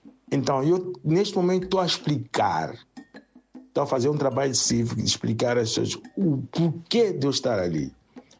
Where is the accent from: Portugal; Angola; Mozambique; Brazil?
Mozambique; o que é que nós, como moçambicanos, também temos de desempenhar nos nossos papéis.